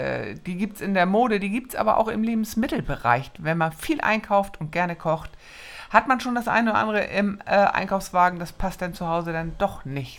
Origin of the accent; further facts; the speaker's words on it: Northern Germany, Germany; Bei uns in Norddeutschland heißen die Kopenhagener oder Wiener Brühe heißen die in Dänemark.